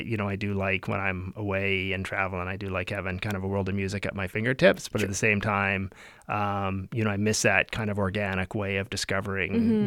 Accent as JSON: {"language": "English", "town": "Winnipeg", "region": "Manitoba", "country": "Canada", "tie": "born or raised there", "said": "Like, I was a kid from Winnipeg. I hadn't heard"}